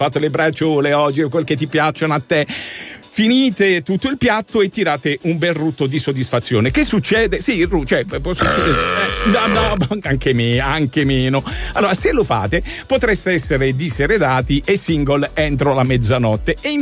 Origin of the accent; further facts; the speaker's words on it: Apulia, Italy; dalle nostre parti, in Italia, in Puglia